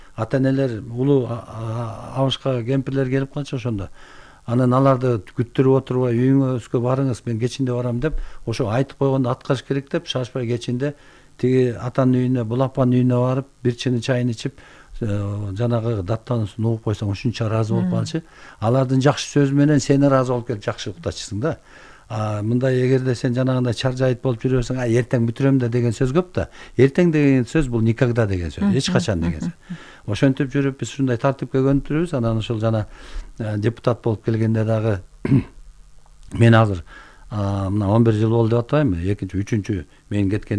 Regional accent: Bystrovka, Chuy Region, Kyrgyzstan; мен интернатта өстүм да, инилерим менен эжекем болуп. Биз 6 эркек, 1 эжекебиз бар, 7 бир тууганбыз да. Анан атам чабан болгонго байланыштуу бизди интернатка өткөзгөн. Быстровка №1 гэс интернаты бар болчу.

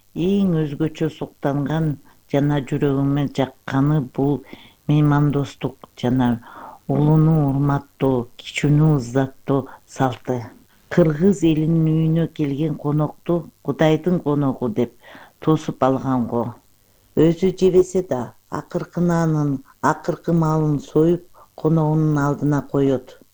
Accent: Balykchy, Issyk-Kul Region, Kyrgyzstan; Менин балалыгым өмүрүмдө эң таттуу, эң бейпил барактары менин касиеттүү Иси көлүмдүн босогосу болгон Балыкчы шаарында төрөлүп өскөм.

